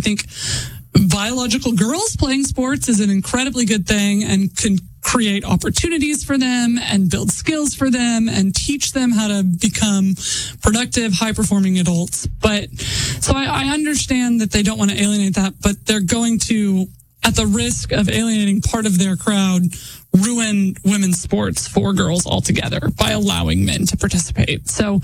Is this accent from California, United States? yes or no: no; Oklahoma City, Oklahoma, United States; the Oklahoma City Thunder in my hometown.